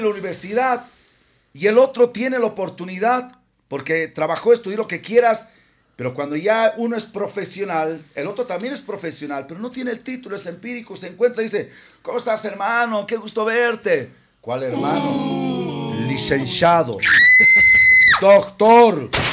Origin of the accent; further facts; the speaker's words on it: Bolivia; no somos humildes los bolivianos.